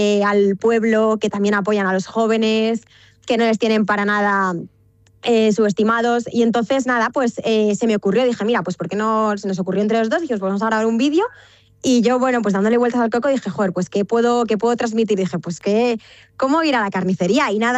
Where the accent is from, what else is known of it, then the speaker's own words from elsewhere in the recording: Cabanillas del Campo, Castilla-La Mancha, Spain; also born or lived in Cortes de Tajuña; yo soy de Guadalajara, pero soy de un pueblo de Guadalajara.